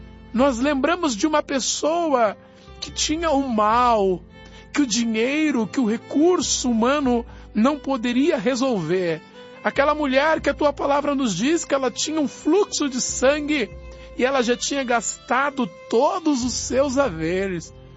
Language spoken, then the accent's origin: Portuguese; São Paulo, Brazil; de Parelheiros, minha terra. Zona Sul de São Paulo.